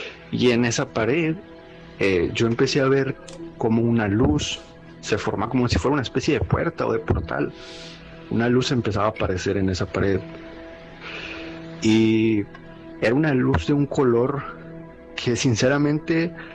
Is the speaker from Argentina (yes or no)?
no; Monterrey, Nuevo León, Mexico; yo había viajado a la ciudad de San Antonio, a mi ciudad de origen, Monterrey